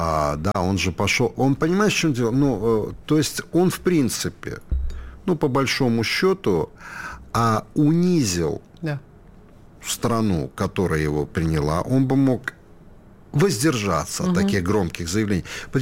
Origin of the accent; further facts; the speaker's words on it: Riga, Latvia; moved away as an adult; now in Moscow, Russia; когда в 2014 году мы приехали из Риги в Москву